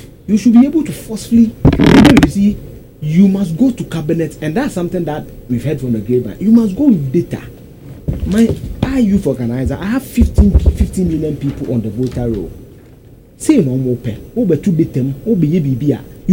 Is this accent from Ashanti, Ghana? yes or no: no; Koforidua, Eastern Region, Ghana; I grew up in Koforidua.